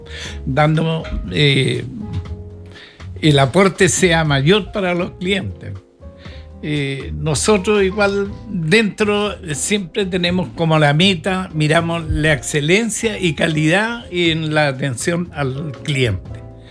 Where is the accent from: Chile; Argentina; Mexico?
Chile; Concepción, Biobío